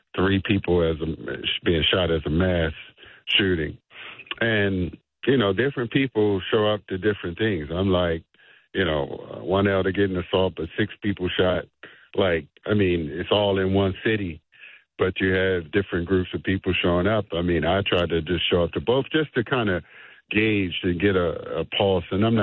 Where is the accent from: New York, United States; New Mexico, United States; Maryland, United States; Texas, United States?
Maryland, United States; Baltimore; the people who I told them I'm from Baltimore, and they were like, yeah, y'all, you know, the crime is being reduced here